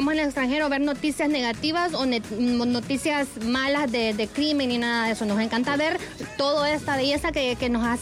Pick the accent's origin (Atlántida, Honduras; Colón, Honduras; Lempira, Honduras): Atlántida, Honduras; La Ceiba; now in Atlanta, United States; Vivimos en Estados Unidos. Sí. Yo nací y crecí en La Ceiba.